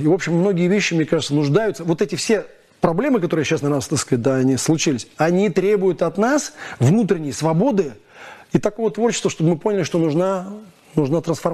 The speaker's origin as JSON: {"language": "Russian", "region": "Moscow", "country": "Russia", "tie": "born or raised there", "said": "Видимо, потому что я коренной, поэтому оно у меня есть. Да? Потому что я к Москве отношусь как к историческому, как бы, центру цивилизации."}